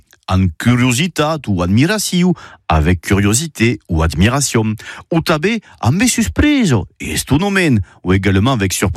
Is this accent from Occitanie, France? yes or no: yes; Occitanie, France; Chez nous, en Occitanie, bader signifie regarder, être bouche bée.